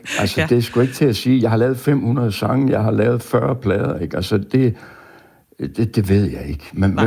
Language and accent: Danish; Jutland, Denmark; jeg er jo jyde